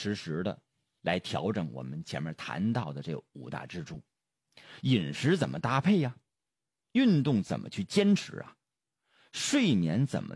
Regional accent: China; 我们中国人

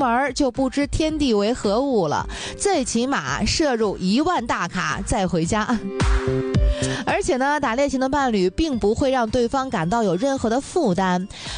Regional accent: Northeast China, China; 这个就是我们东北人的 MVP 的结算时刻。

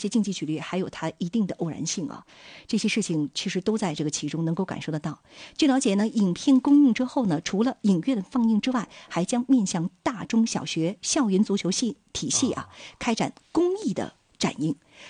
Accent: Dalian, Liaoning, China; 咱们大连人拍摄的

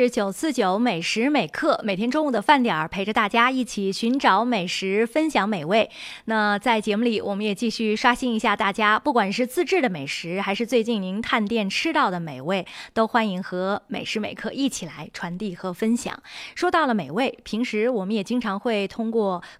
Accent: Xinjiang, China

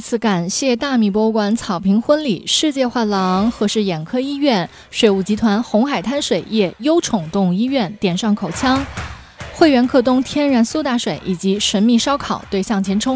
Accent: China; 我们中国人常常说五福临门

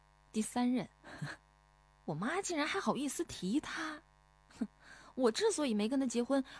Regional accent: Guangdong, China; moved away; 我老家呢又是广东的一个小城市

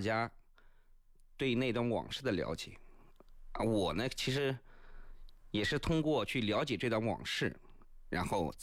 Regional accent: Anhui, China; now in Taiwan; 因为我的家乡呢，在我们属于大别山嘛

